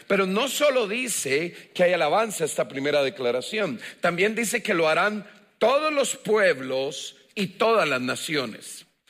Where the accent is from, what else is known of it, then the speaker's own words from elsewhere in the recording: Costa Rica; born there; nosotros somos los ticos. Esa es nuestra nación. Yo le doy gracias a Dios por haber nacido en esta tierra. Amo mi país.